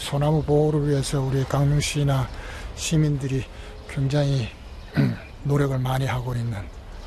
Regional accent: Gangneung, Gangwon, South Korea; 저는 우리 내 고향 초당두부가 최고라고 생각합니다.

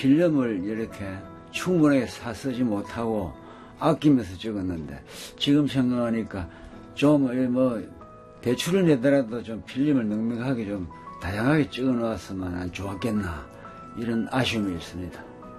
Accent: Changwon, South Gyeongsang, South Korea; 우리 고향의 앞모습

